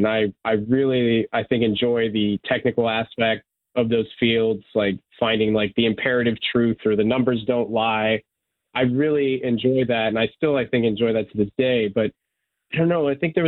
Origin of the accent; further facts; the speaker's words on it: United States; first language Serbian; English is a second language; I grew up here in the United States, you know, I knew I was like Serbian and like, I guess I was like the foreign kid in a way